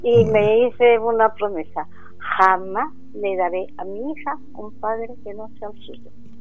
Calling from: Córdoba, Andalusia, Spain; de Córdoba.

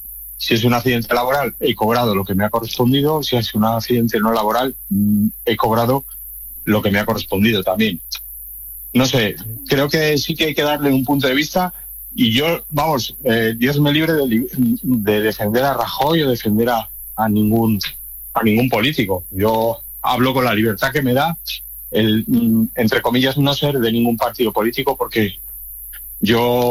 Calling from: Spain; como buenos españoles que somos

